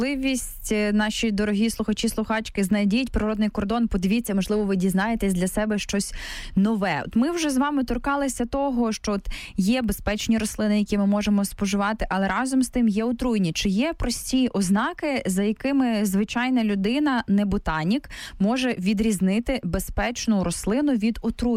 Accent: Western Ukraine, Ukraine; Я родом з Заходу України

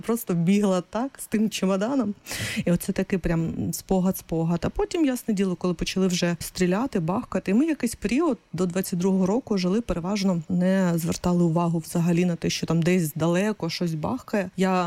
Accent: Mariupol, Donetsk Oblast, Ukraine; moved away as an adult; also born or lived in Zaporizhzhia; Народилася і виросла до 29 років, жила переважно в Маріуполі, але на момент 2014 року я приїхала в Запоріжжя.

